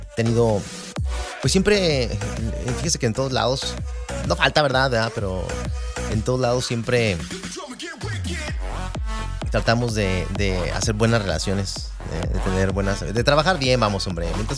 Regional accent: Irapuato, Guanajuato, Mexico; now in United States; es mi paisano, hombre. Somos de Irapuato.

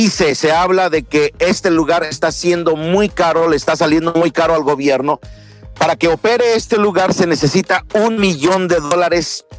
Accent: Mexico; nosotros como mexicanos

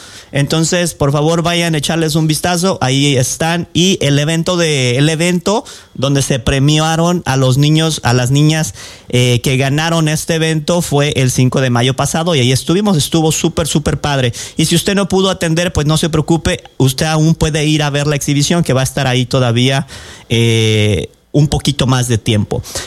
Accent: Colima, Mexico; now in Pasco, United States; de donde yo vengo, que es Colima, en Colima todos somos familia.

